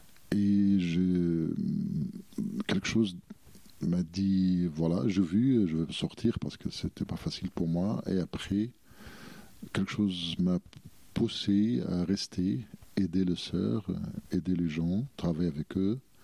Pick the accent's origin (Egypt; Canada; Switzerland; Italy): Egypt; Cairo, Cairo Governorate; first language Arabic; French is a second language; moved away as an adult; now in France; Centre-ville du Caire. Je suis né, j'ai passé le 30 première 30 ans de ma vie au centre-ville du Caire. Après le mariage, à 30 ans, on est déménagé à côté de l'aéroport à l'est du Caire.